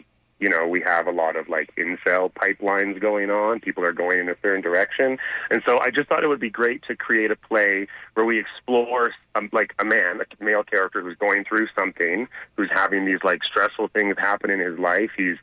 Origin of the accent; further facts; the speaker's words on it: Calgary, Alberta, Canada; now in Yukon, Canada; because I'm originally from Calgary and I've been in the Yukon for about 8 years now.